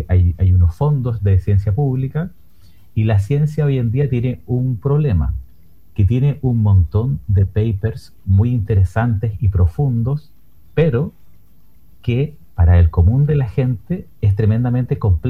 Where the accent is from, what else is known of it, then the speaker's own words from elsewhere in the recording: Valparaíso, Chile; lo que tenemos en común es que todos somos de Valparaíso